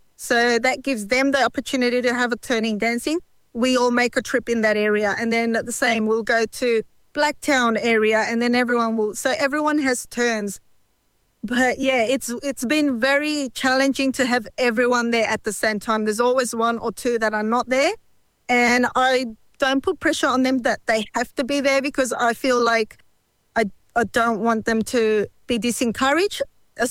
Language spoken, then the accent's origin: English; Bolivia; English is a second language; I'm from Bolivia, and we were here for Heart of Earth to participate in demonstrating our cultural dancing from Bolivia.